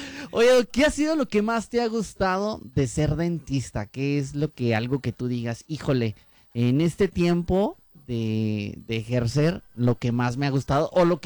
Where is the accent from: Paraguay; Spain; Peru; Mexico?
Mexico; Mexico City; Yo soy de la Ciudad de México, los chilangos son los de Ecatepec.